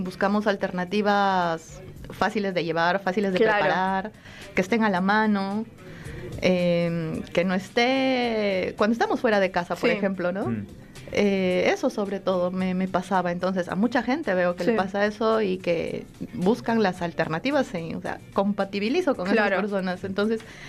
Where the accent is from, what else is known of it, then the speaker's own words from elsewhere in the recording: Peru; moved away as an adult; Yo soy de Perú.